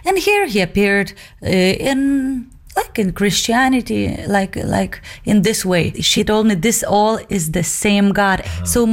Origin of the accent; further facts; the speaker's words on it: Vilnius, Vilnius County, Lithuania; I'm from Lithuania, Vilnius.